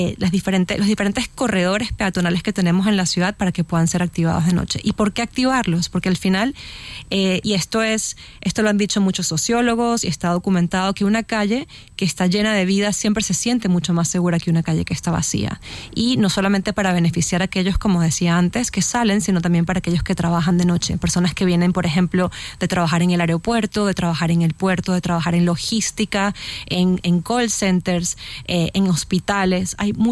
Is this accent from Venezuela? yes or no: yes; Caracas, Capital District, Venezuela; yo soy de Venezuela y en Venezuela empecé a estudiar la importancia de la noche como espacio para socializar, ¿no? Habiendo crecido en Caracas, que era una ciudad muy, muy peligrosa cuando yo estaba joven